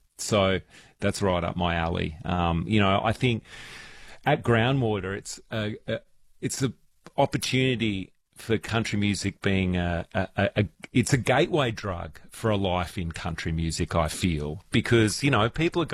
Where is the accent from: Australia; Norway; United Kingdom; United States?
Australia; Melbourne, Victoria; at least where I grew up in Melbourne, to the ways of country.